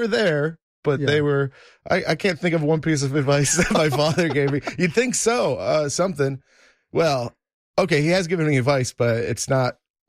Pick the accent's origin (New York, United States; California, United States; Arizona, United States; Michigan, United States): New York, United States; Rochester; moved away as an adult; also born or lived in Texas / Galveston; I was born in Texas, moved in Galveston, and then my parents moved me at the age of two to New York. I grew up in New York, upstate Rochester, not a great place to live.